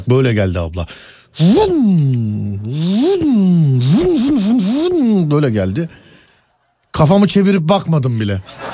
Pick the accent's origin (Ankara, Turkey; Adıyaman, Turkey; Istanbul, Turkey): Istanbul, Turkey; Hani bir İstanbullu olarak.